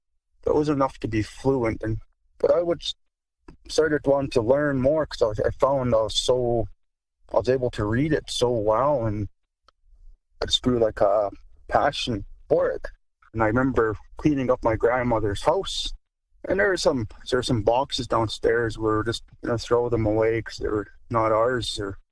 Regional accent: Alberta, Canada; I'm from the Blood Tribe, and I come from Small Blankets or Small Robes clan. But I'm not fluent, but I know some Blackfoot.

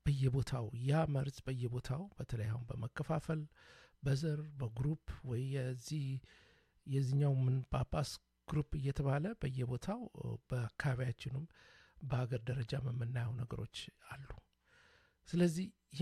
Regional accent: Dire Dawa, Ethiopia; now in Vancouver, Canada; በተለይ በኢትዮጵያ ውስጥ ያው ድሬዳዋ ነው ያደኩት ያደኩት ረመዳኑን ኢዱንም አብረን አክብረን ጥምቀቱንም ሁሉን አብረን

